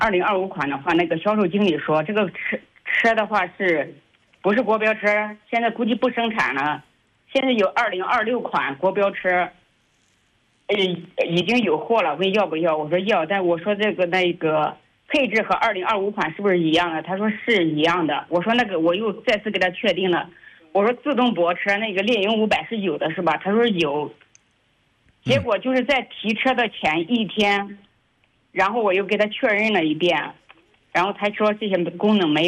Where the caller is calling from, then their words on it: Yunnan, China; 我是云南的朋友。